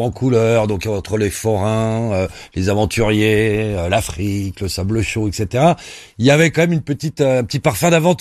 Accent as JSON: {"language": "French", "town": "Pantin", "region": "Île-de-France", "country": "France", "tie": "born or raised there", "said": "Ouais, j'ai grandi à Pantin."}